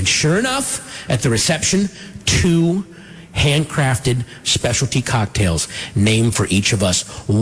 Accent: Sterling, Virginia, United States; And the other one was called the Sterling because I grew up in Sterling, Virginia.

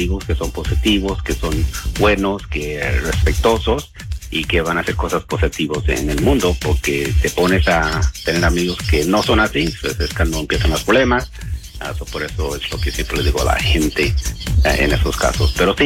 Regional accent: Texas, United States; born there; also born or lived in Apacelo (unclear); desde chiquito aquí viviendo

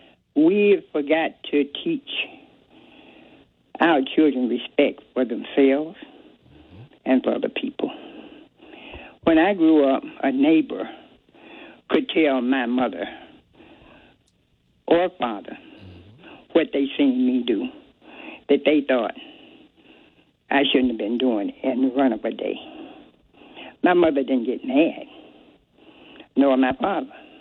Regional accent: the South, United States

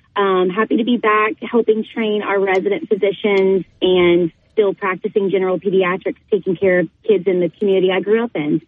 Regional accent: Baton Rouge, Louisiana, United States; So I am from Baton Rouge. I was born and raised here

